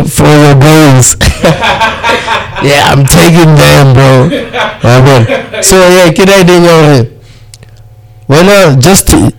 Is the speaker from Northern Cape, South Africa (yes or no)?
no; Limpopo, South Africa; Yeah, I came from Limpopo, straight back.